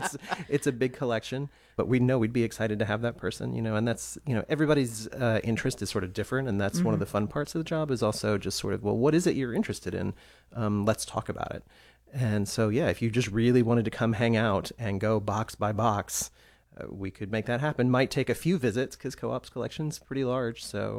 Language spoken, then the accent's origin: English; Baton Rouge, Louisiana, United States; now in Austin, United States; I am from Baton Rouge, Louisiana. So this is all at Louisiana State University.